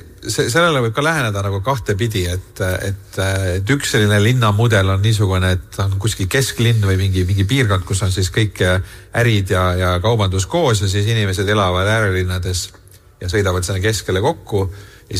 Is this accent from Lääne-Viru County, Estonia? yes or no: no; Tallinn, Harju County, Estonia; ma ise olen Nõmmelt